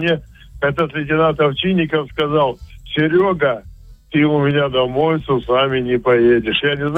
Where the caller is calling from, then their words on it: Siberia, Russia; И у нас вот 4 украинца уезжали, и я один сибиряк с ними уезжал.